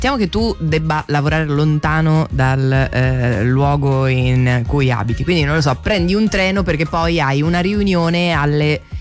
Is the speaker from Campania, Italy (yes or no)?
no; Liguria, Italy; in quanto ligure